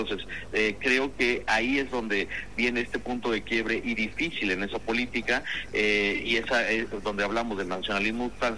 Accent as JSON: {"language": "Spanish", "country": "Mexico"}